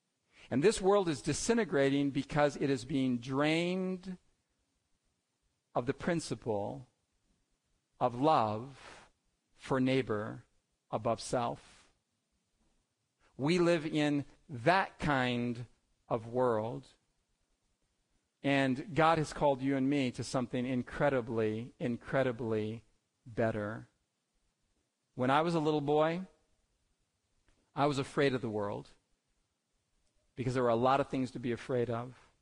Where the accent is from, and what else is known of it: United States